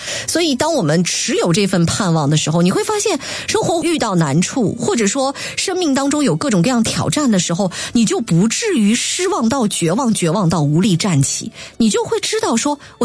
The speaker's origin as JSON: {"language": "Chinese", "region": "Xinjiang", "country": "China", "tie": "born or raised there", "said": "昨天看到新闻塔克拉玛干沙漠，我的家乡暴雨3个小时"}